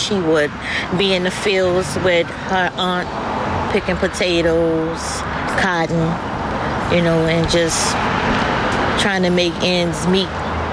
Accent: New Orleans, Louisiana, United States; I'm born and raised in the Ninth Ward, and I have four siblings that was also raised in the Ninth Ward.

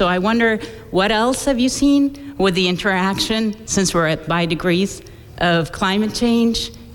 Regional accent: Nashua, New Hampshire, United States; from Nashua, so downstream from Merrimack.

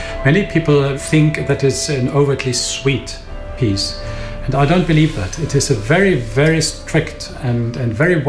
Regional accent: Dresden, Saxony, Germany; moved away; it was written in Dresden, which is my hometown.

